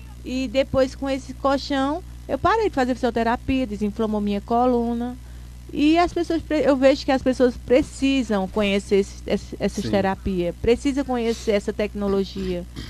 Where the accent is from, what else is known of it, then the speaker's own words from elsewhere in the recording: Toritama, Pernambuco, Brazil; Eu sou natural da cidade de Toritama, com muito orgulho.